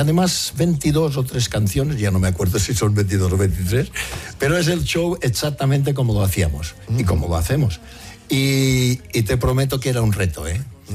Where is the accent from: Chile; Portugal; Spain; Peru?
Spain; Balearic Islands; accent: Mallorcan; Perdóname. Mi acento mallorquín